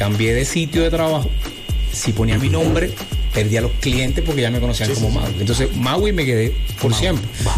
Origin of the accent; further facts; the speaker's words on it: Venezuela; now in Cartagena, Colombia; cuando llegué a Cartagena, soy venezolano, mi mamá es de Cartagena, mi papá venezolano, tengo las dos nacionalidades, pero me identifiqué mucho en el Caribe.